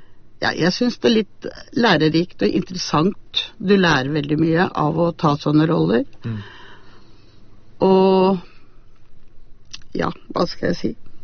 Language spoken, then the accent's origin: Norwegian; Sigdal, Buskerud, Norway; Ja, jeg er opprinnelig fra Sigdal.